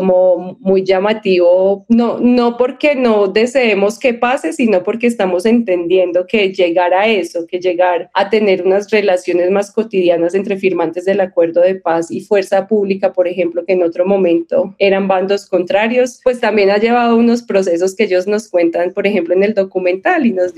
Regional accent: Colombia; son representaciones finalmente de lo que somos como colombianos.

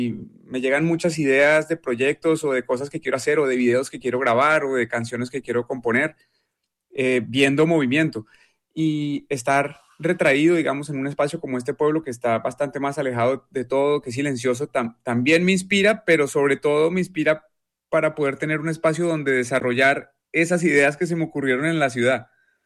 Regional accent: Bogotá, Colombia; Yo soy de Bogotá.

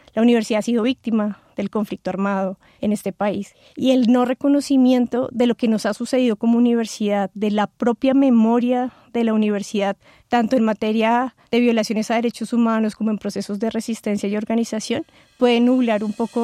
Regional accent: Colombia; Como sociedad colombiana sí que tenemos retos

